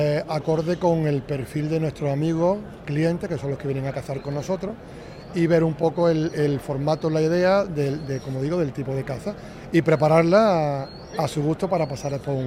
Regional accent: Córdoba, Andalusia, Spain; como buen cordobés que soy, por colaborar con mi ciudad

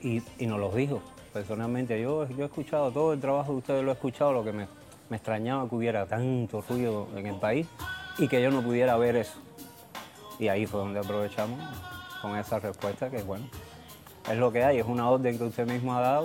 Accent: Cuba; born there; moved away; que podamos entrar o que pueda entrar nuevamente como ciudadano cubano a mi país donde nací

